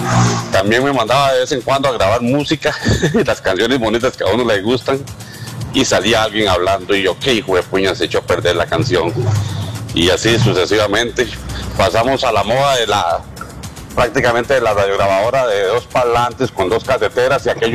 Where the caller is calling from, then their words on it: Santa Bárbara, Heredia, Costa Rica; Jonathan, buenos días … de Santa Bárbara, Heredia.